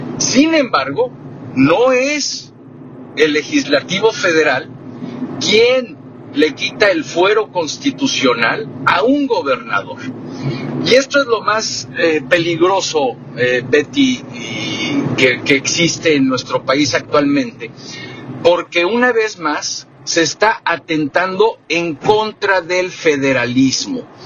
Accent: Mexico

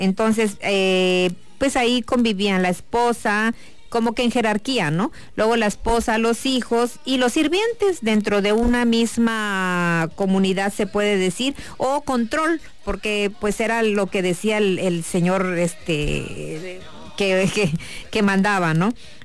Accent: Tabasco, Mexico; somos como una familia tabasqueña

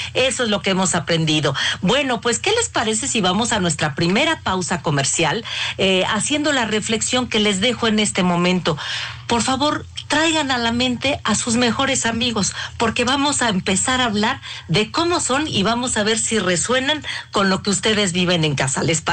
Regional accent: Mexico

